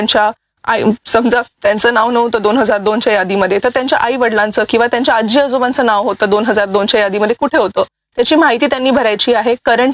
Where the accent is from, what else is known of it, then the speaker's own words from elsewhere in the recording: Thane, Maharashtra, India; also born or lived in Mumbai; मी तर born and brought up ठाणेमध्ये आहे आणि माझं सगळं एज्युकेशन ठाणे आणि मुंबईमध्येच झालं होतं.